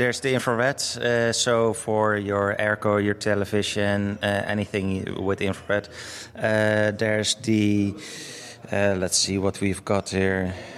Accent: Netherlands; Yeah, so I'm from the Netherlands. I live really close to the border with Germany

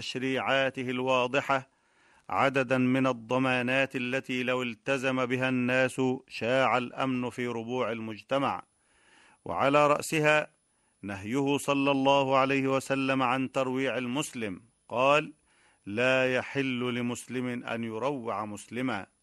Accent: Egypt; بلدنا مصر

